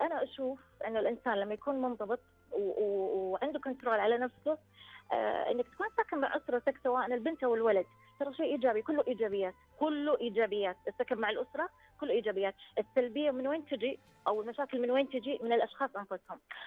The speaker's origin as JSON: {"language": "Arabic", "country": "Saudi Arabia", "said": "احنا كسعوديين"}